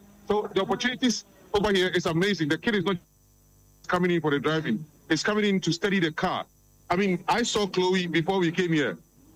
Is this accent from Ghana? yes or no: yes; Ghana